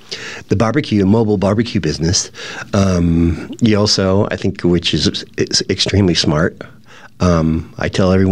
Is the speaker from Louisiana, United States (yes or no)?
no; San Diego, California, United States; At least I'm from San Diego, and LA is kind of a dirty word for San Diegans.